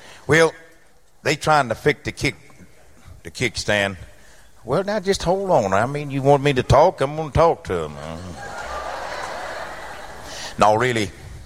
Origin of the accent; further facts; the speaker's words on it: Mississippi, United States; my home state of Mississippi